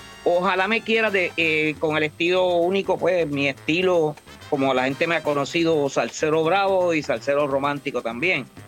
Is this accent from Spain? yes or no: no; Peru; y visual bien chévere para mi pueblo de Perú, mano.